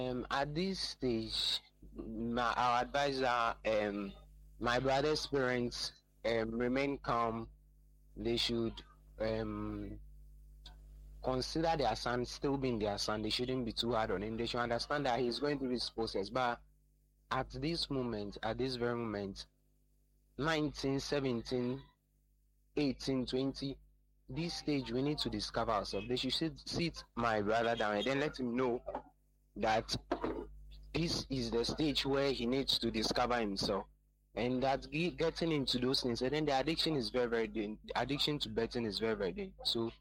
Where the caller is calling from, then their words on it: Dodoma, Tanzania; I'm calling from Dodoa.